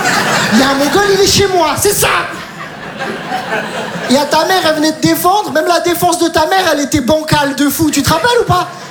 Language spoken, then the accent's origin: French; Metz, Grand Est, France; Je viens de Metz, j'ai tout abandonné.